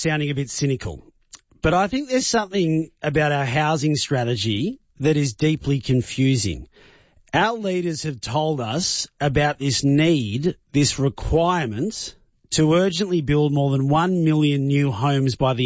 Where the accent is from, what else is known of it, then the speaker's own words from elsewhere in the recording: Sydney, New South Wales, Australia; who I grew up with in Sydney's west